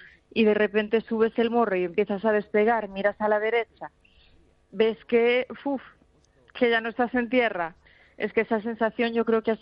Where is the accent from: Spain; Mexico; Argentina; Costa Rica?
Spain; Cambados, Galicia